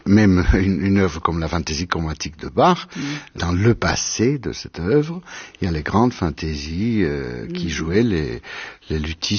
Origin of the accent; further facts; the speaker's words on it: Colombia; malheureusement, il n'y avait pas de clavecin chez nous, en Colombie, à l'époque.